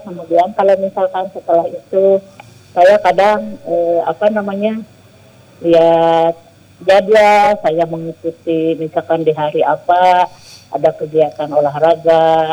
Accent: Ciamis, West Java, Indonesia; moved away; also born or lived in Kuningan; kalau di daerah saya ya ayah, kalau di daerah Ciamis memang seni budaya daerahnya itu sangat kental banget.

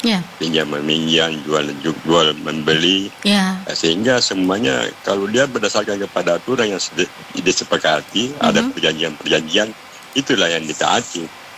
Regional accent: South Sulawesi, Indonesia; apakah betul dia menyewai merah putih nilai-nilai yang dian oleh kita sebagai orang Bugis Makassar.

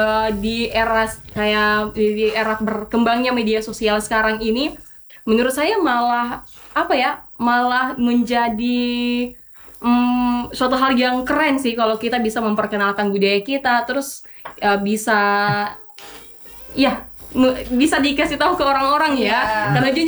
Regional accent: Fakfak, West Papua, Indonesia; Jadi mungkin untuk saya yang datang dari Fak-Fak

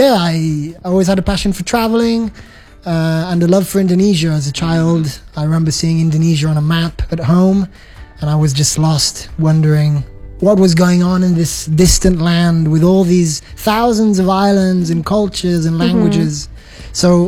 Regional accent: England, United Kingdom; born there; moved away; also born or lived in Italy; So my mum's from England and I was born there. But my dad's from Italy, from Milan, the city very famous for fashion and food and pasta and pizza, you've probably had. So I was brought up bilingual

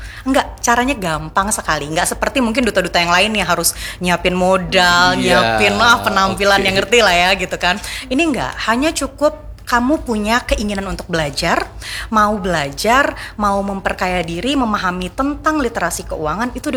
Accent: South Kalimantan, Indonesia; kita orang Banua

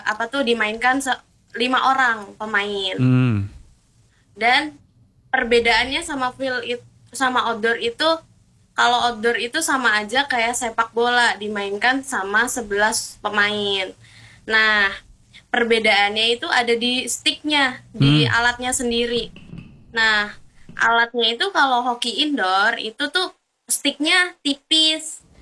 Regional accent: Cilegon, Banten, Indonesia; saya berasal dari Cilegon, saya atlet hoki.

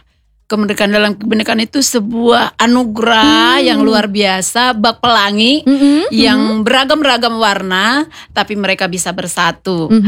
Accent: Medan, North Sumatra, Indonesia; accent: Batak; now in Banyumas, Indonesia; aku kan asli orang Medan tuh, teman Pro 2, asli orang Batak.

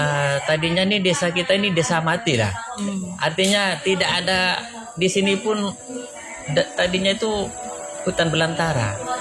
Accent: East Java, Indonesia

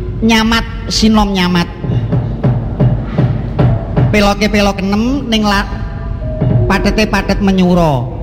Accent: Purworejo, Central Java, Indonesia; Nah, aku bunga rasaku nok adoh. Aku saka Kabupaten Purworejo.

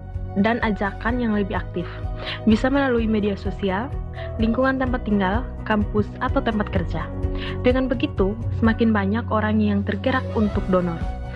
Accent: East Nusa Tenggara, Indonesia; Saya berasal dari Sumba.

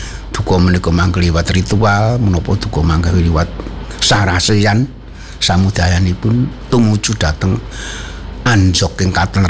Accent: Boyolali, Central Java, Indonesia; saking Boyolali

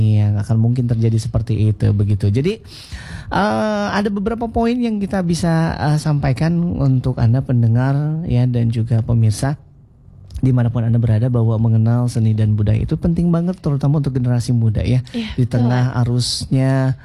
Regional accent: West Java, Indonesia; ini energik banget orang Sunda. Nah, itu juga menggambarkan kalau kita memang karakteristiknya gembira, riang

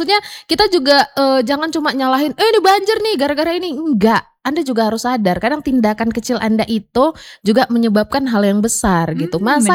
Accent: Medan, North Sumatra, Indonesia; kita tuh warga Medan, bangga dan juga harus peduli.

